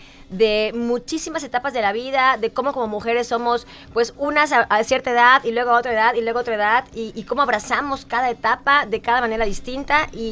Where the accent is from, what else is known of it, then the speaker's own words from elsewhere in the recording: Yucatán, Mexico; somos dos mujeres yucatecas que hemos vivido una vida en el mismo lugar